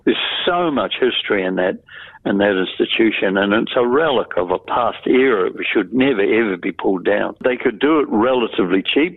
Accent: Auckland, New Zealand; I was from Auckland and I'd driven past the prison many, many times

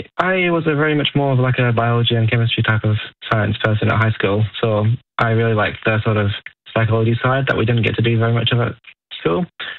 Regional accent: Wellington, New Zealand; moved away as an adult; now in Dunedin, New Zealand; Yeah, I grew up in Wellington.

